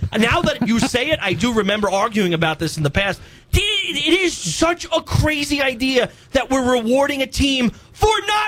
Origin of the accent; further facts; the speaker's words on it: New York, United States; moved away; where I grew up in New York